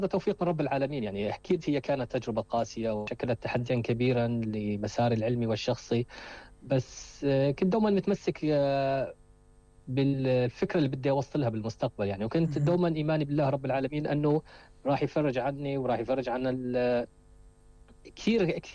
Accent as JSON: {"language": "Arabic", "town": "Bosra", "region": "Daraa Governorate", "country": "Syria", "moved": "yes", "said": "السفر لمدينتي درعا بصرة الشام"}